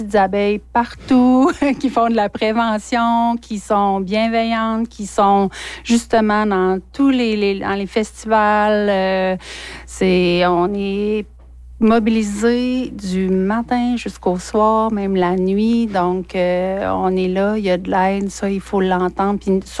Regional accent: Quebec, Canada; chez nous, en Abitibi-Témiscamingue

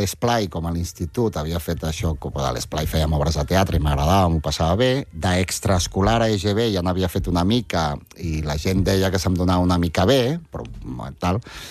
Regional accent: Barcelona, Catalonia, Spain; also born or lived in Figueres; M'he criat a Barna, sí, sí.

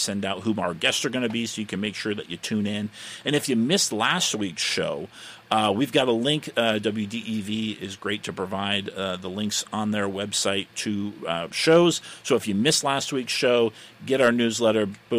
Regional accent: Brandon, Vermont, United States; my hometown of Brandon, Vermont.

